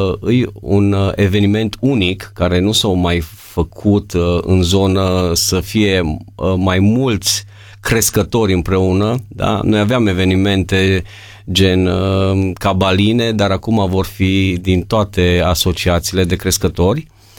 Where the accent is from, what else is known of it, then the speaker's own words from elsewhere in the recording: Mireșu Mare, Maramureș County, Romania; sunt din Mireșu Mare.